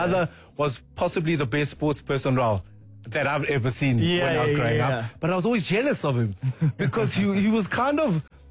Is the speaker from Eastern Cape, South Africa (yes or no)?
yes; Eastern Cape, South Africa; So I grew up in the Eastern Cape. Very much in the Eastern Cape. I'm fully Xhosa.